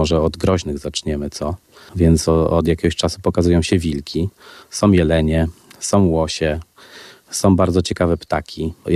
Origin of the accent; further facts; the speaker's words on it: Szydłowiec, Masovian Voivodeship, Poland; byłem u dziadków w lesie, można powiedzieć, którzy mieszkali na mojej wiosce pod Szydłowcem. I tam spędzałem wakacje, ferie i od dziecka robiliśmy z bratem włóczyć się po lesie z dziadkami